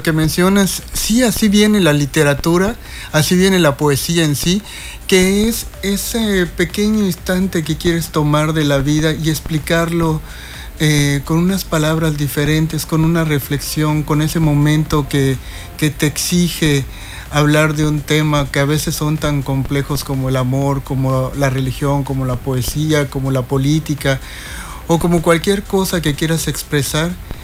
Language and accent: Spanish; Cancún, Quintana Roo, Mexico; born there; Pues tengo el orgullo de decir que soy cancunense. Ajá. Tengo 43 años, me podría considerar fundador de Cancún